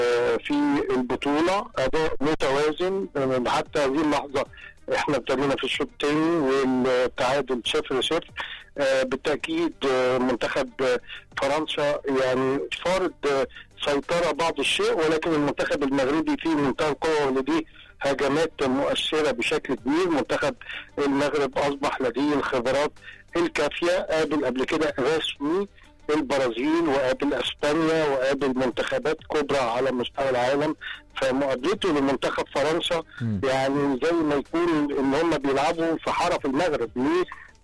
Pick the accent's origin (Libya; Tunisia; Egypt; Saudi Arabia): Egypt; احنا مصريين